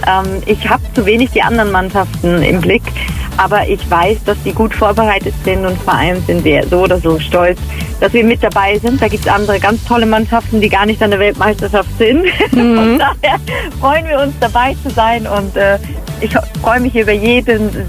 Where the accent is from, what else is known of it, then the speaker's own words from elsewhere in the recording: Switzerland; Natürlich bin ich für meine Heimat Schweiz